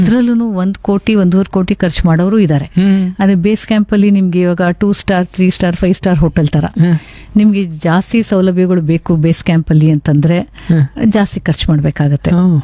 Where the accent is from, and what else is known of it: South India, India